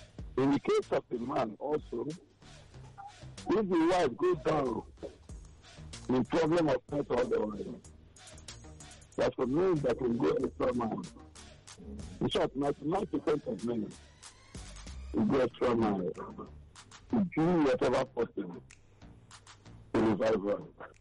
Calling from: Lagos, Nigeria; calling back from Lagos Island.

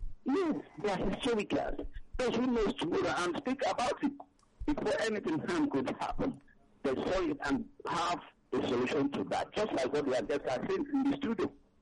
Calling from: Enugu, Enugu State, Nigeria; I'm reaching from Enugu.

